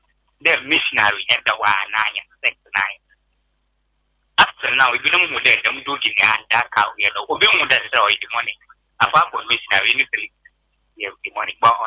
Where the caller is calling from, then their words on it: Nkosompo, Western Region, Ghana; from Nkosompo.